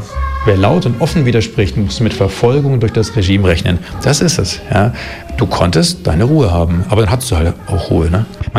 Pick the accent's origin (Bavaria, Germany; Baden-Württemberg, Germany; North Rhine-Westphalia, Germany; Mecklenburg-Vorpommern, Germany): Bavaria, Germany; Nuremberg; Ich komme aus Nürnberg, da gab es in meiner Zeit, als ich Teenager war, Polizeieinsatz der bayerischen Polizei